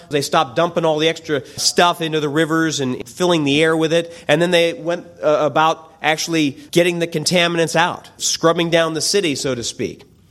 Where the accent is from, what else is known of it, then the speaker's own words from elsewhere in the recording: Pennsylvania, United States; I'm from the Pennsylvania area north of Pittsburgh, and in the city of Pittsburgh, there is a river system that the city grew up around.